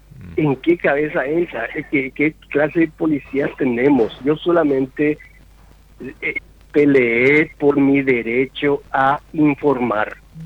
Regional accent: Paraguay; yo soy un ciudadano paraguayo

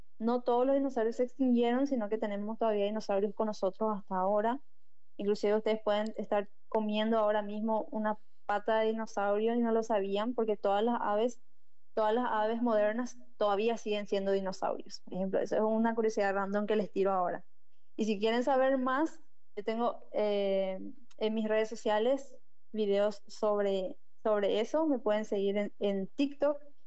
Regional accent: Paraguay; Como paraguayos somos absolutamente capaces de investigar

